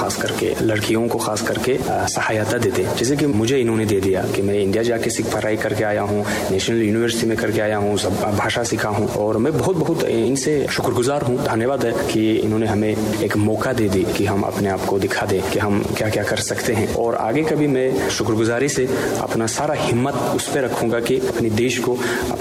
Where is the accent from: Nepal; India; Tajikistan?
Tajikistan; Hindi is a second language; लोग मुझे नहीं समझे कि मैं ताजिकिस्तान से हूँ, वो बोले थे कि हाँ मैं एक भारतीय हूँ